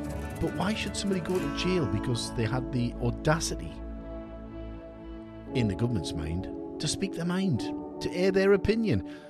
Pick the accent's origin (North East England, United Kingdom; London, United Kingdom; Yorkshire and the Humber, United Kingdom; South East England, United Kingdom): North East England, United Kingdom; South Shields; There was one in South Shields, where my hometown just recently.